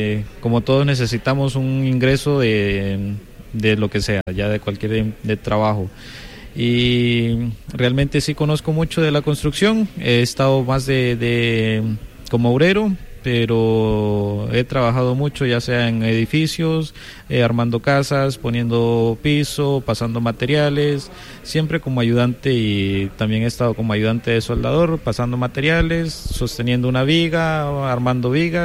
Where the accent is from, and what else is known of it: Nicaragua; now in Soria, Spain